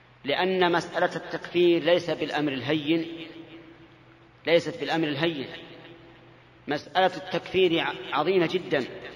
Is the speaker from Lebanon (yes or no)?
no; Saudi Arabia; هنا عندنا في السعودية